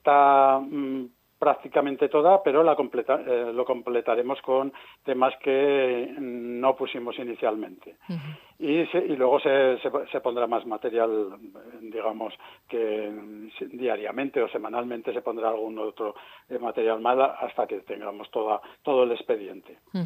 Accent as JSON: {"language": "Spanish", "region": "Aragon", "country": "Spain", "said": "los que tenemos que valorarla somos los aragoneses"}